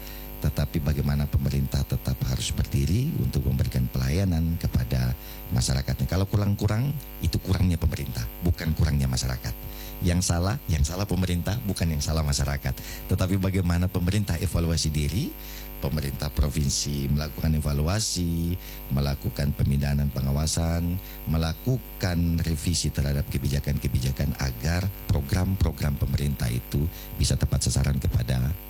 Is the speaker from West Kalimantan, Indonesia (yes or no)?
no; South Papua, Indonesia; born there; also born or lived in Merauke; saya tamat sekolah di Asmat tahun 91, 92, 93 saya tamat sekolah di sana. Saya dari kampung, tamat sekolah di sana, SMP, SMA saya di Merauke, dan 20 tahun saya tugas di Asmat. Sejak tahun 2003 sampai tahun 2023 ini